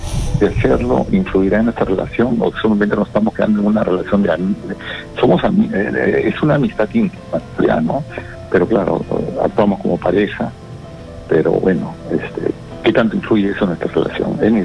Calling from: Lima, Peru

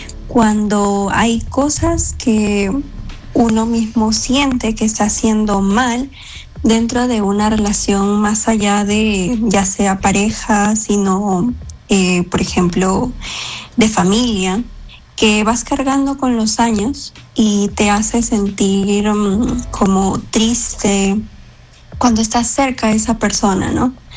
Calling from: Arequipa, Peru; estoy hablando desde la ciudad de Arequipa.

